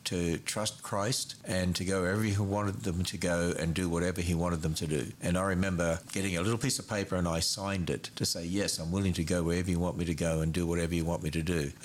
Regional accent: Queensland, Australia; now in United States; You know what, I grew up in Australia, so that's my homeland. And we actually moved to the States in 1987.

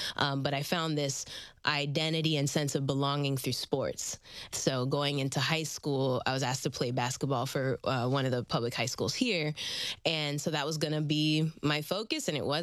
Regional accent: Manila, Metro Manila, Philippines; born there; So 1989, I was born in Manila, the Philippines. My mom is half Filipina, half Puerto Rican. My dad's Jamaican, and I have an older sister.

